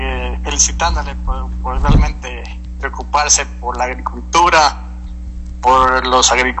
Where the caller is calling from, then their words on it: Loja, Ecuador; ya que yo también soy de Loja